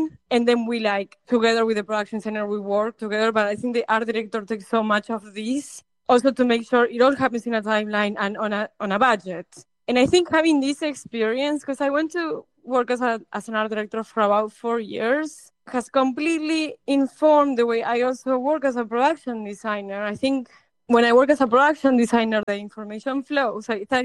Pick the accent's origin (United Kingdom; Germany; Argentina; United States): Argentina; Mar del Plata, Buenos Aires Province; moved away as an adult; I'm originally from Mar del Plata, Argentina, as you mentioned, and I grew up in the early 2000s when I was a teenager, going to the Mar del Plata Film Festival